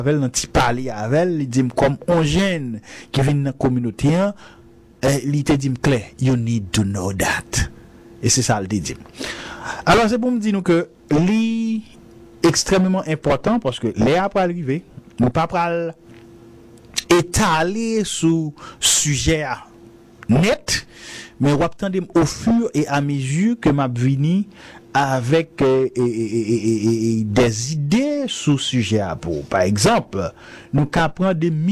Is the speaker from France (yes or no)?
no; Haiti; Et par exemple, démocrate et pour haïtien, en tant qu'haïtien, y a un problème sous quoi valeur parti.